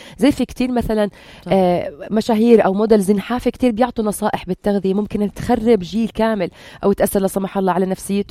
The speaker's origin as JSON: {"language": "Arabic", "country": "Jordan", "said": "طلعت عالمية وأنا من الأردن مرشحة."}